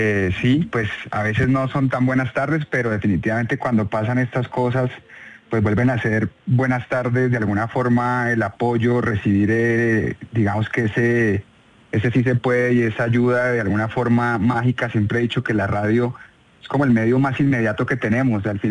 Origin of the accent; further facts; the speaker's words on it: Versalles, Valle del Cauca, Colombia; born there; Versalles es el sitio donde yo nací, muy golpeado. Versalles está muy cerca, limita con el Chocó, de hecho. Está en la mitad del Chocó, el Valle del Cauca adentro. Es un municipio del Valle del Cauca, pero su límite más cercano es el Chocó.